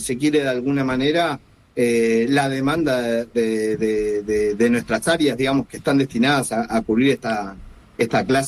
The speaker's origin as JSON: {"language": "Spanish", "region": "Tierra del Fuego", "country": "Argentina", "said": "en una provincia como la nuestra, que es productora de gas, en mi pueblo haya tanta gente sin gas."}